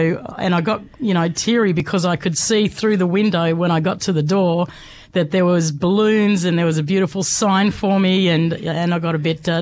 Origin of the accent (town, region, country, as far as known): Bega, New South Wales, Australia; born or raised there